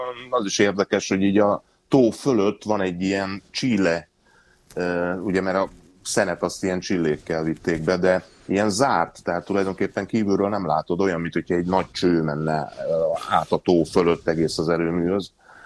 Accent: Oroszlány, Komárom-Esztergom, Hungary; born there; also born or lived in Bokod; Komárom megyében van, ugye én Oroszlányban születtem, és utána Bokodon laktunk talán 3 éves koromig, 4 éves koromig

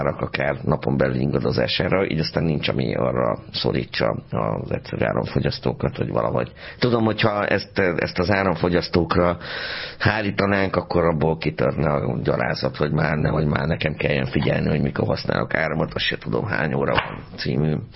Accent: Pécs, Baranya, Hungary

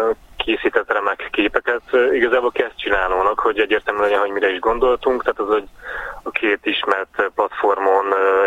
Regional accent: Balatonakali, Veszprém County, Hungary; Hát én Balatonakaliban nőttem föl, és hát az egyetemi évek alatt választottam magamnak ezt a témát.

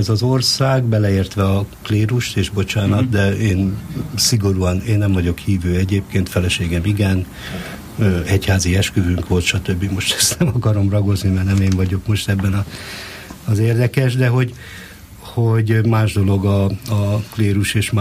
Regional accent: Nyíregyháza, Szabolcs-Szatmár-Bereg, Hungary; born there

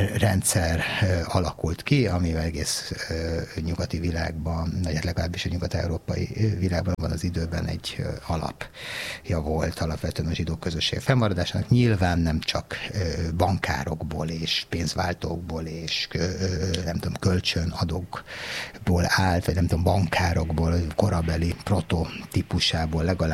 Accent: Hungary; itt élünk Magyarországon és magyarok vagyunk

